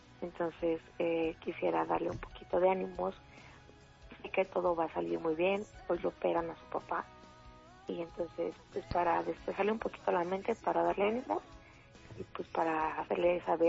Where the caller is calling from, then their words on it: Venustiano Carranza, Mexico; De aquí, de Venustiano Carranza.